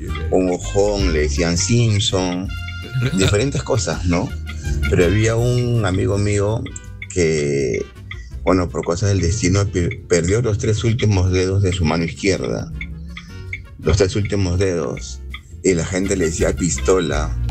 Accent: Lima, Peru; born there; yo soy del Rimac.

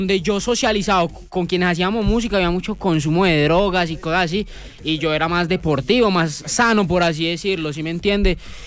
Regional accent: Fusagasugá, Cundinamarca, Colombia; moved away as an adult; now in Envigado, Colombia; No, yo soy de un pueblito de Cundinamarca que se llama Fusagasugá.

